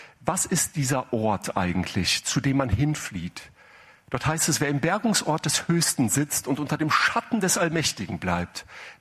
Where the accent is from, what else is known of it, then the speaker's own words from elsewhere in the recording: Leopoldshöhe, North Rhine-Westphalia, Germany; Und ich weiß noch, wie wir nach Hause fuhren von der Schule, das ist bei uns in Leopoldshöhe so ein Schulzentrum. Und dann ist es so, er musste dann immer noch mal weiter geradeaus fahren Richtung Nienhagen. Und bei mir war es dann so, dass ich dann links abbog, nach Schuckenbaum rein.